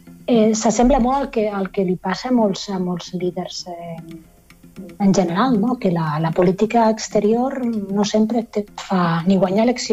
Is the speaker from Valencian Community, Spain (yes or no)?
no; Barcelona, Catalonia, Spain; now in Berlin, Germany; Jo soc de Barcelona.